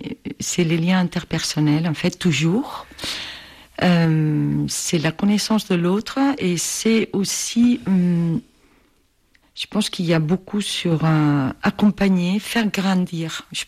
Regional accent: Barcelona, Catalonia, Spain; now in France; Donc en fait, je suis originaire de Barcelone, j'ai étudié un bac plus 5 en gestion d'entreprise

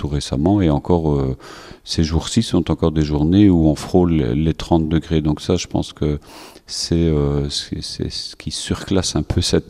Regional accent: Leuze-en-Hainaut, Wallonia, Belgium; Oui, donc … je viens de la région de Hatte, Leuze-en-Hainaut précisément.

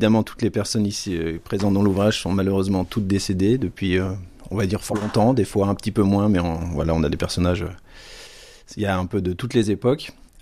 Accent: Auvergne-Rhône-Alpes, France; le Bugey puisque c'est ma région natale.

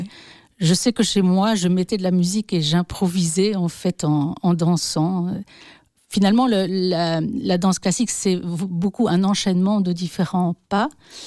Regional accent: Tournai, Wallonia, Belgium; Non, non, je suis originaire de Tournai.

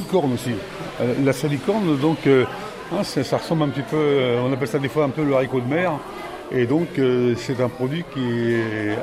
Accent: Caen, Normandy, France; moved away as an adult; now in Dives-sur-Mer, France; je viens de Caen, mais je suis là depuis 1970.

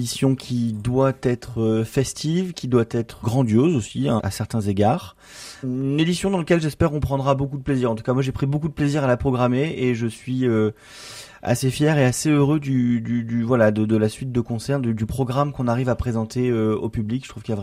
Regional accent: Nice, Provence-Alpes-Côte d'Azur, France; moi je suis niçois

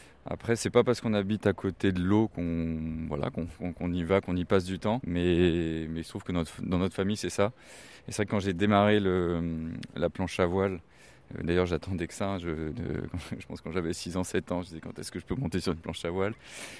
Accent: Larmor-Plage, Brittany, France; je suis l'Armorien, enfin, j'ai grandi à l'Armor Plage, j'habite aussi aujourd'hui à l'Armor Plage, j'ai 41 ans

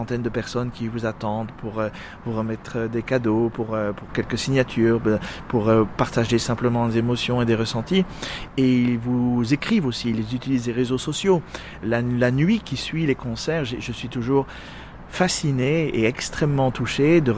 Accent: Belgium; D'autant plus la Belgique, étant donné que je suis belge...

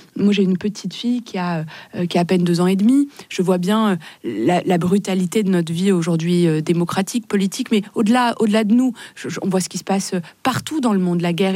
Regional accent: Morocco; now in France; Moi, j'ai grandi au Maroc, dans un pays multiculturel, où musulmans, juifs, chrétiens, pour le coup, vivent ensemble, vivent profondément ensemble.

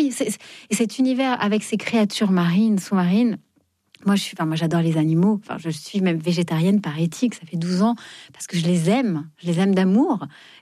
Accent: Fontainebleau, Île-de-France, France; born or raised there

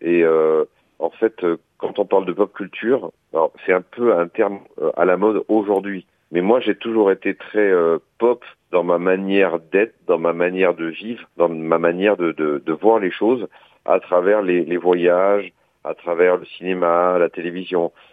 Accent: Montemaggiore, Corsica, France; j'ai grandi en Corse, évidemment, en Balagne, à la Montemaggiore précisément.

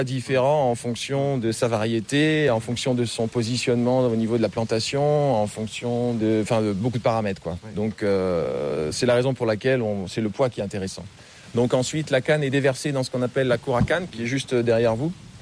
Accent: Marie-Galante, Guadeloupe; Oui, alors moi j'ai grandi à Marais-Galante, absolument, ouais, toute mon enfance, jusqu'à la 5e où je suis parti ensuite en Guadeloupe

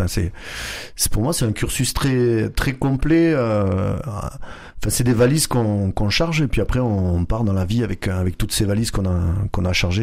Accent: Bédarieux, Occitanie, France; now in Lodève, France; j'ai grandi à Bédarieux, maintenant j'habite à Lodève, j'ai été à la fac à Montpellier.

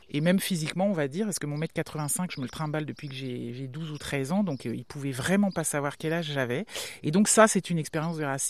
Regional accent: Saint-Coulitz, Brittany, France; En vrai, je viens de Saint-Coulis. Oui, mais t'es né où ? À Brest.

